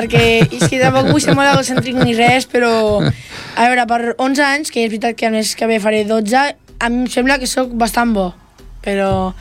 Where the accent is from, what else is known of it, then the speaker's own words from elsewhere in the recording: Esplugues de Llobregat, Catalonia, Spain; som d'Esplugues